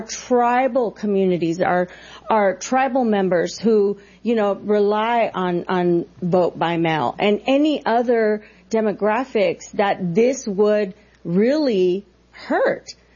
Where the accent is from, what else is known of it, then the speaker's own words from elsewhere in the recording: Eloy, Arizona, United States; Pinal County, I grew up in Pinal County in Eloy, as you all know